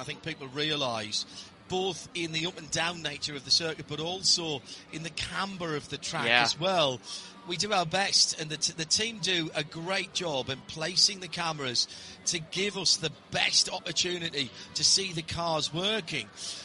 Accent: Sunderland, North East England, United Kingdom; big connection with my hometown of Sunderla

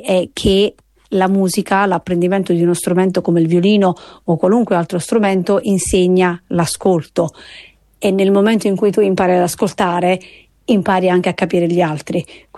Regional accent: Lanciano, Abruzzo, Italy; moved away as an adult; now in United Kingdom; Io sono di Lanciano, sono cresciuta a Lanciano

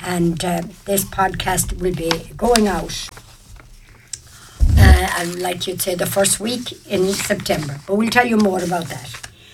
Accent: Ireland; we came from Carrickcastle.

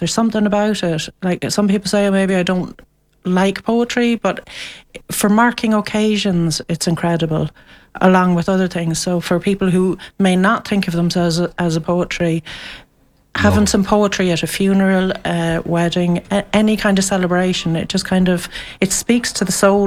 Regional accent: Claremorris, Connacht, Ireland; I grew up near Claremorris, actually.

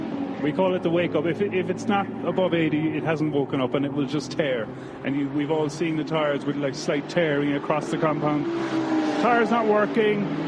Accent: Cork, Munster, Ireland; moved away; I'm from Cork in the south of Ireland.

